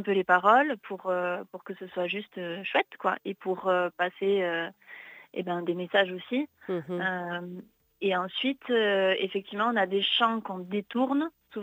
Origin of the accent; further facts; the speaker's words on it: Nouvelle-Aquitaine, France; Voilà, on est du Pays Basque et du coup, on a étudié le chant traditionnel au Pays Basque, le chant traditionnel aussi à Toulouse, au conservatoire.